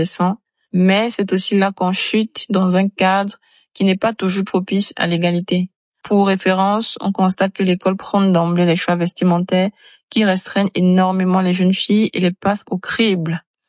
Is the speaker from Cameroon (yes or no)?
yes; Cameroon; je viens du Cameroun.